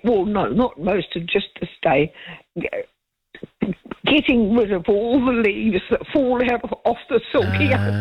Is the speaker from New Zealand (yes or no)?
yes; Auckland, New Zealand; also born or lived in Wellington / New Plymouth; You know, born and bred in Auckland, but I have lived in Wellington and New Plymouth and somewhere else. Can't remember now.